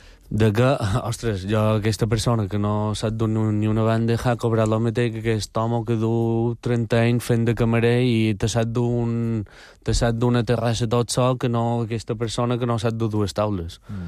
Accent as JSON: {"language": "Catalan", "region": "Balearic Islands", "country": "Spain", "said": "No, no, jo soc mallorquí."}